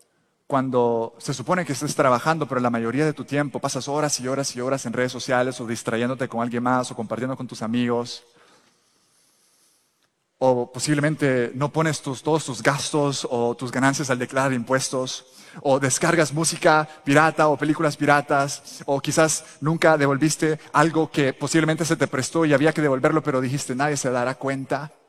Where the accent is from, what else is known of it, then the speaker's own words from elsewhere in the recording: El Salvador; Yo me acuerdo que cuando yo crecí en El Salvador